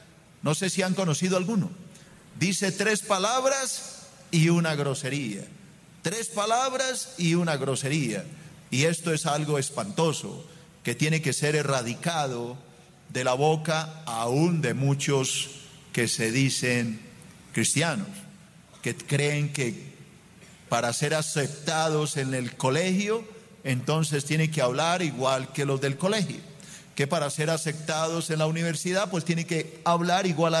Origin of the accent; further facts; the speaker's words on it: Colombia; Nuestra identidad como colombianos nos muestra como colombianos